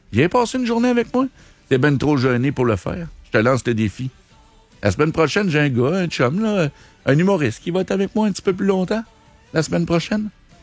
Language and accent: French; Quebec, Canada; on le dit comme on est Québécois, là.